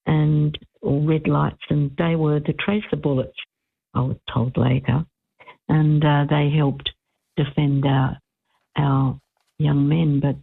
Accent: Australia; So, I'm glad I'm Australian

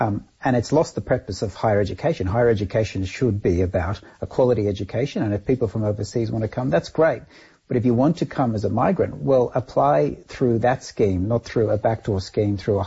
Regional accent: Ireland; born there; moved away; I wasn't born here, I was born in Ireland.

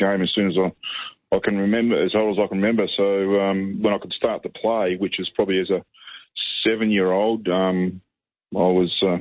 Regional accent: Perth, Western Australia, Australia; moved away as an adult; also born or lived in Melbourne; Back in Perth. Born and bred in Perth. So we headed back when I finished up in end of 97. I've been back here since.

